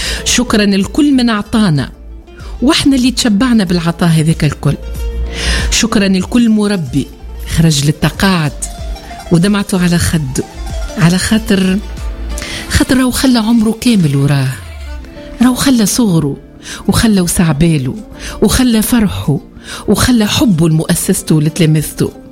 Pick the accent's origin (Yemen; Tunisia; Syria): Tunisia; Chebba, Mahdia Governorate; born there; وعمري 10 سنين نقرأ سنة 5 ابتدائي في المدرسة الابتدائية الحومة الشرقية بالشابة.